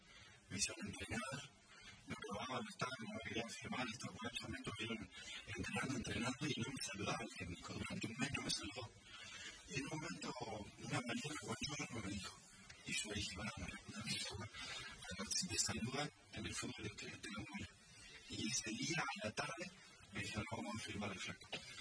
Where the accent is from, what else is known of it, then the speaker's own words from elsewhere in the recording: Argentina; Somos como muy argentinos, sí